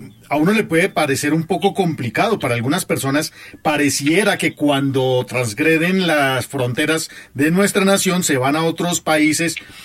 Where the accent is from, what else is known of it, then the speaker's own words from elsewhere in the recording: Colombia; siendo colombiano radicado en el exterior iba a tener este espacio aquí en las emisoras de la Universidad Nacional de Colombia.